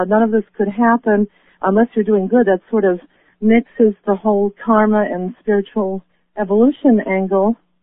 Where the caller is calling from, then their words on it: Chicago, Illinois, United States; in Chicago.